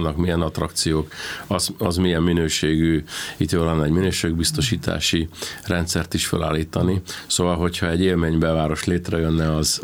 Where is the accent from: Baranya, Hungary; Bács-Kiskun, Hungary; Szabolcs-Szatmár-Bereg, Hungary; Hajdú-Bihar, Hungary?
Baranya, Hungary; Pécs; én is pécsi vagyok